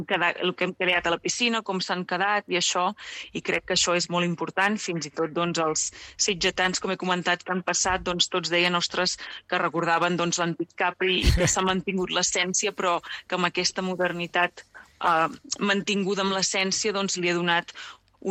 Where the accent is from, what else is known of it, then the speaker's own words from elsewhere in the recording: Jorba, Catalonia, Spain; moved away; Doncs originàriament jo sóc de Jorba, d'un poble petit al voltant d'Igualada.